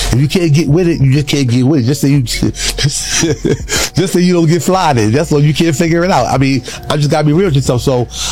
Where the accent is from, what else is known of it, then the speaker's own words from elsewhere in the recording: Teaneck, New Jersey, United States; the designer. I'm from Teaneck, New Jersey.